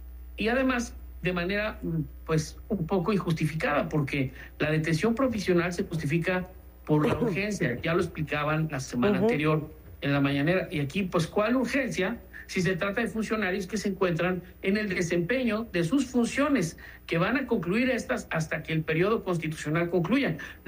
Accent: Mexico

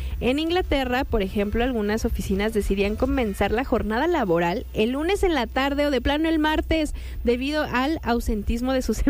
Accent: State of Mexico, Mexico; Como lo platicamos, quienes venimos del Estado de México, sí se convierte en como si de pronto tomáramos un autobús hacia Hidalgo

